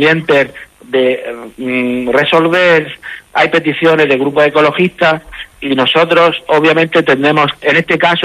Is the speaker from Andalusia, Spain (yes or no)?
yes; Carboneras, Andalusia, Spain; venimos sufriendo el pueblo de Carbonera desde hace décadas